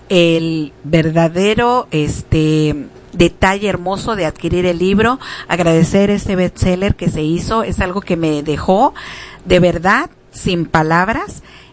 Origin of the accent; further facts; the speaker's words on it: Guadalajara, Jalisco, Mexico; now in Seattle, United States; regresar a mi tierra